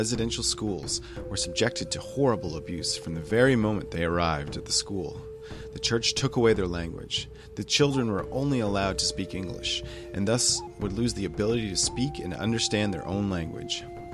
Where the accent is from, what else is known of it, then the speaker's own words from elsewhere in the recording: Ontario, Canada; now in Huntsville, Canada; I am from the Moose Cree First Nation, living in a small town in Muskoka called Huntsville, Ontario. The land here is made up of forests and lakes typical of the Canadian Shield.